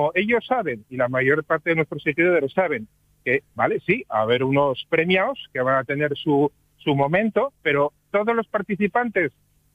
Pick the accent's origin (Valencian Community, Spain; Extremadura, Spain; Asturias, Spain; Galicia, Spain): Asturias, Spain; un poco de nuestras raíces, que somos, como somos los asturianos, que tenemos las raíces bien enterradas en la tierra.